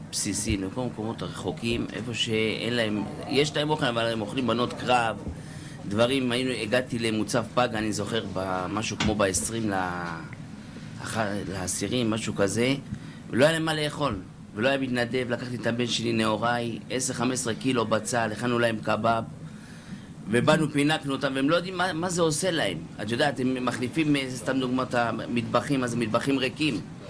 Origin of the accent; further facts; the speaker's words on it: Netanya, Central District, Israel; born there; accent: Netanya accent; אני נולדתי בוותיקים עוד.